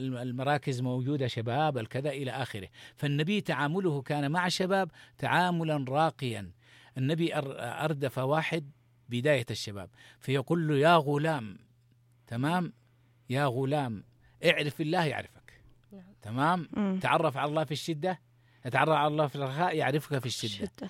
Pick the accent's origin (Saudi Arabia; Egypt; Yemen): Yemen